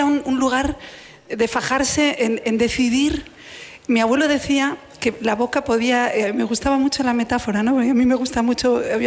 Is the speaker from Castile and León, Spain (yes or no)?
yes; Castile and León, Spain; Yo soy leonesa, hice el bachillerato aquí al lado, en el Juan de la Encina